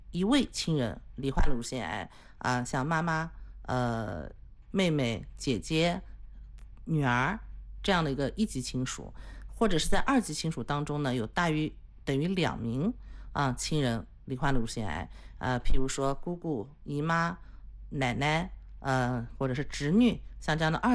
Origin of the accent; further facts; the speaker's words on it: China; 我们中国人